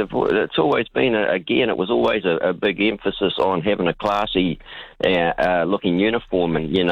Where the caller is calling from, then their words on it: New Zealand; I'm a Kiwi